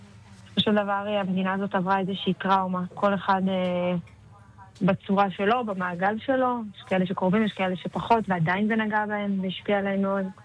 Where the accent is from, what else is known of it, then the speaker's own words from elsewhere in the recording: Jerusalem, Jerusalem District, Israel; moved away; also born or lived in Ashkelon; אני ירושלמית במקור, והיינו באשקלון. גרנו באשקלון את התקופה, ואני לא רגילה לטילים